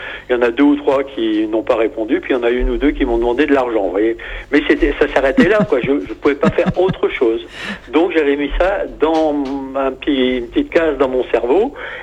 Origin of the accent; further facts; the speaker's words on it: Perros-Guirec, Brittany, France; Et puis après, j'ai fait les Côtes d'Armor, puisque je suis des Côtes d'Armor, donc Perros-Guirec.